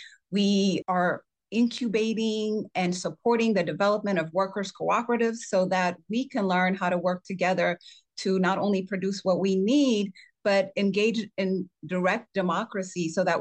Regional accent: Ethiopia; now in United States; So my family's from Ethiopia, and I grew up in Ethiopia.

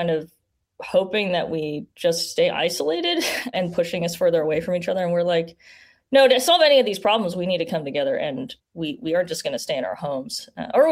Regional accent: Las Vegas, Nevada, United States; I'm from Las Vegas, by the way.

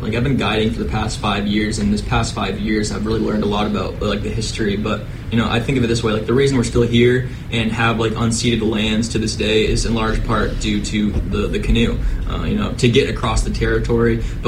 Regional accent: Indian Island, Maine, United States; I'm from Penobscot Nation. I'm an Eelpan. Yeah, I grew up on Indian Island.

